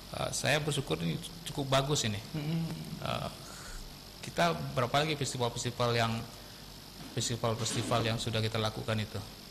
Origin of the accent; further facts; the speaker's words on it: Kampar, Riau, Indonesia; Kampar ini, kita kalau kita lihat budaya kita agak berbeda dengan Rengat